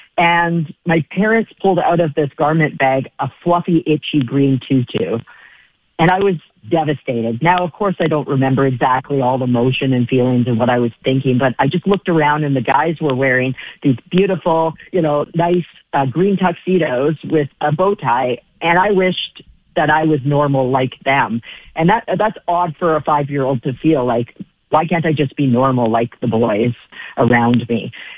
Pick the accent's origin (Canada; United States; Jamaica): Canada; British Columbia; I was born in 1980, and I grew up in Vancouver, BC, Canada, on an island about 2 hours from Vancouver, downtown Vancouver, BC.